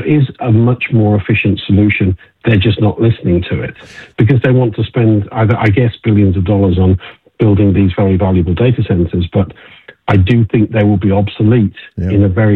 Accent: United Kingdom; And, you know, I'm a Brit, but I still want America to win on in this race.

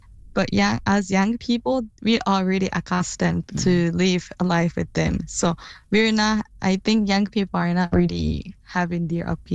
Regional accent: Okinawa, Japan; English is a second language; But I didn't speak English, but, you know, say hello. Military was there since I was born.

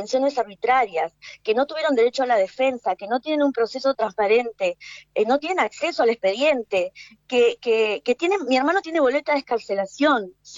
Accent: Argentina; Yo soy argentina, tengo toda mi familia es argentina y nos sentimos abandonados, ¿no?

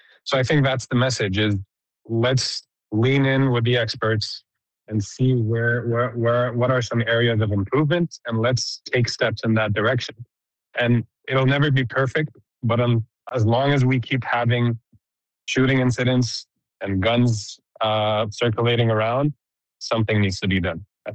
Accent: Canada; as a Canadian society, as a nation

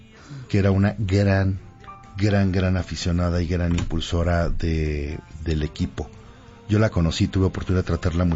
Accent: Tula de Allende, Hidalgo, Mexico; moved away; Sí, venimos de Tula, Hidalgo.

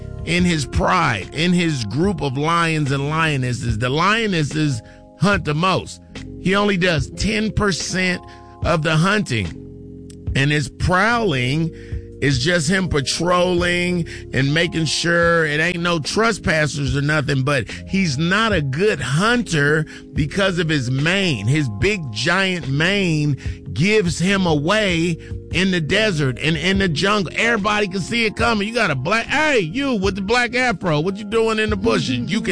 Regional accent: California, United States; You know, I'm from Cali, so we don't stop at stop signs

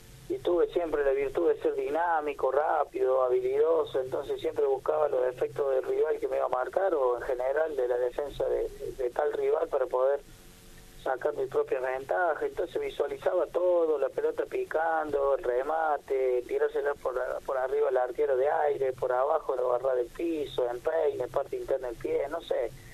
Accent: Córdoba, Argentina; moved away as an adult; now in Buenos Aires, Argentina; armé el bolso y salí a Corrientes, salí afuera de Córdoba, hoy me encuentro en Buenos Aires

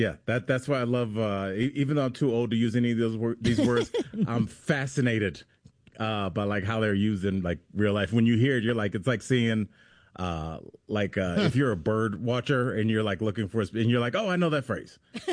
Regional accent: Cleveland, Ohio, United States; I'm from Cleveland, Ohio. I can drive in some snow, bro.

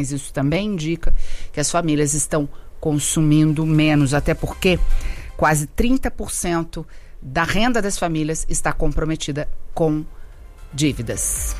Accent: Mato Grosso do Sul, Brazil; E eu que sou de Mato Grosso do Sul, onde a música sertaneja é muito forte. A gente cresce ouvindo os sertanejos

